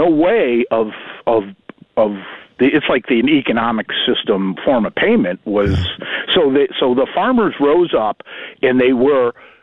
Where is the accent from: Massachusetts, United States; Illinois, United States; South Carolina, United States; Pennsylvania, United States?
Massachusetts, United States; Westfield; And I said, well, I'm from Westfield, and he had served in the Continental Army.